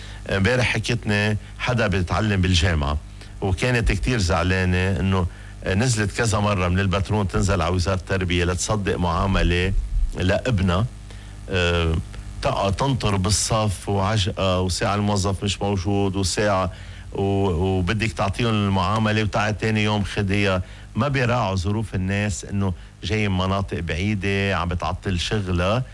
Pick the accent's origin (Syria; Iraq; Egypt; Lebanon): Lebanon; وكمان اليوم عيد العيلة ونحن من لبنان قديش العيلة مهمة